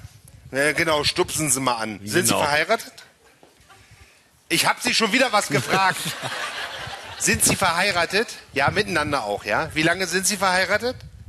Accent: Magdeburg, Saxony-Anhalt, Germany; Brückenbauer. Fallen mir als Magdeburger ein paar Brücken ein, ne?

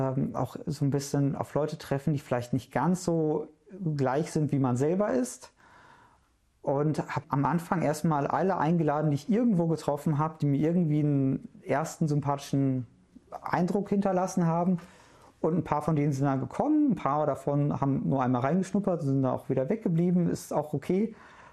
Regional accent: Duisburg, North Rhine-Westphalia, Germany; ich komme aus Duisburg, die lange ist halt, ich bin viel umgezogen.

